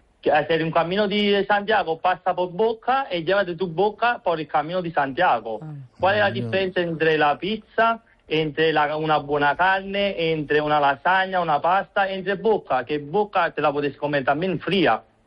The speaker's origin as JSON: {"language": "Spanish", "town": "Naples", "region": "Campania", "country": "Italy", "also_born_or_lived": "Madrid", "second_language": "Spanish", "moved": "as an adult", "lives_now": "A Coruña, Spain", "said": "Yo soy italiano y a los 22 años"}